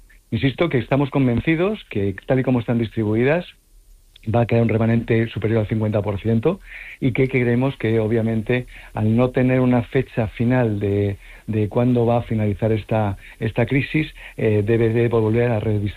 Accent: Madrid, Community of Madrid, Spain; now in Ceuta, Spain; Pues para mí es francamente fácil, porque yo soy madrileño, yo conocí Ceuta cuando en el año 2001 y me quedé profundamente enamorado.

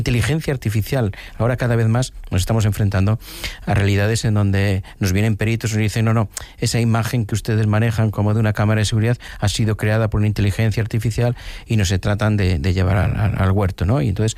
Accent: Galicia, Spain; Yo soy gallego, aquí cualquier anciano de mi, bueno, cualquier anciana de mi pueblo te dice enseguida lo que tienes según lo que haces.

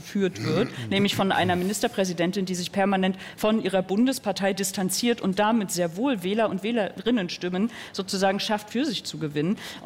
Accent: East Germany, Germany; mit ostdeutscher Biografie.

